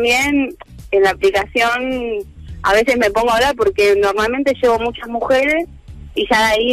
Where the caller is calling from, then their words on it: Moreno, Buenos Aires Province, Argentina; Soy de acá, de Moreno.